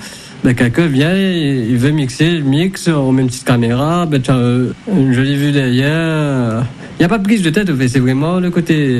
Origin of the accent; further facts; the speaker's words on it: Mauritius; quand quelqu'un te demande d'où tu viens, Maurice